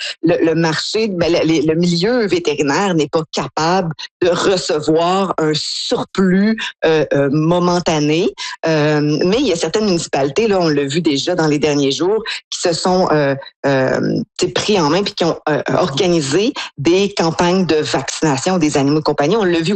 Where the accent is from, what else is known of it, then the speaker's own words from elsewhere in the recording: Quebec, Canada; En tout cas, moi, dans ma jeunesse au Lac-Saint-Jean, c'était comme ça.